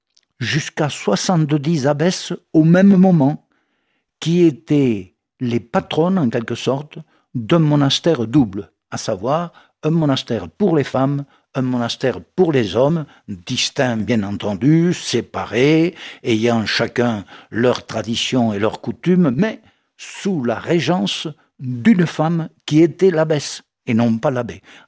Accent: France; du moins pour chez nous, en France, en Gaule.

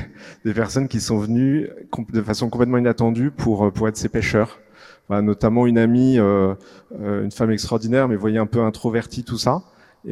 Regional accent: Paris, Île-de-France, France; Donc on est parisien, on vit dans le 16e à Paris, et notre paroisse c'est Saint-Honoré-d'Eylau.

